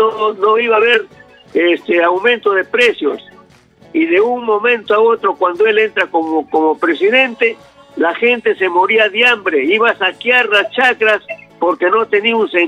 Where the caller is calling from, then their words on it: Chimbote, Ancash, Peru; como peruanos, si queremos a nuestro país, queremos a nuestro Chimbote